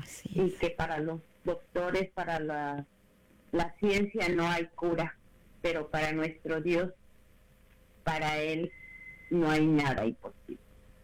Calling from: Texas, United States; Buenos días, Gaby … de Harding, en Texas, y los escucho por la aplicación.

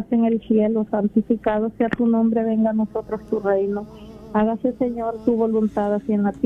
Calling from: San Bernardino, California, United States; De San Bernardino.

